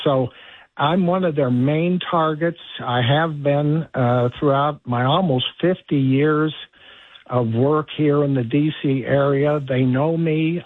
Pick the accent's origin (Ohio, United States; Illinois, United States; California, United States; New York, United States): Ohio, United States; Toledo; also born or lived in Kansas City, Missouri; now in Washington, United States; I'm a Midwest boy. I was actually born in Kansas City, Missouri. I eventually went to Toledo because my family moved there.